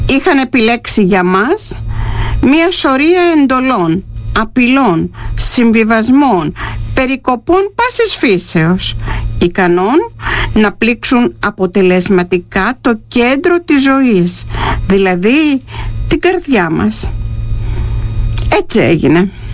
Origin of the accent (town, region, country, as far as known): Greece